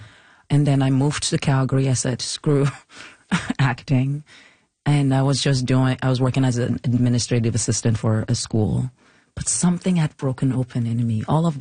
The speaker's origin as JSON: {"language": "English", "country": "Nigeria", "accent": "Nigerian"}